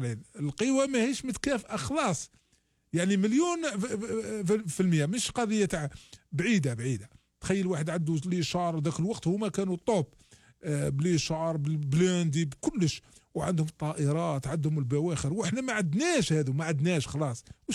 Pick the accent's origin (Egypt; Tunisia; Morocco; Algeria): Algeria; احنا كجزائريين